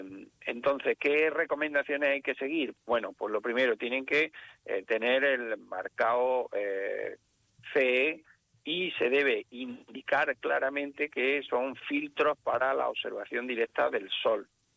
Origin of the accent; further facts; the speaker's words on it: Granada, Andalusia, Spain; Sí, señor, a mucha honra y encantado de hablar en Granada, que es mi tierra de la que yo hago patria constantemente.